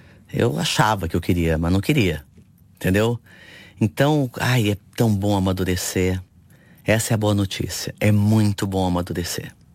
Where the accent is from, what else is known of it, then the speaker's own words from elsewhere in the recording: Brazil; eu sou brasileira.